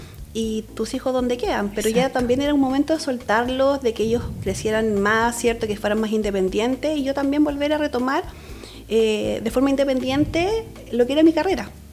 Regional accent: Maule, Chile; en la séptima región de donde yo soy.

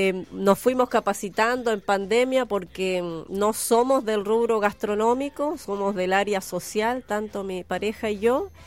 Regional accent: Uruguay; also born or lived in Santiago, Chile; now in Valparaíso, Chile; Yo soy uruguaya y llegué hace muchos años a Chile.

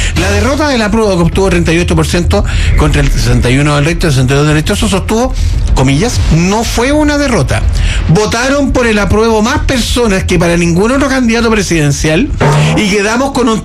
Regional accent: Chile; como chilenos, el 62% de los chilenos

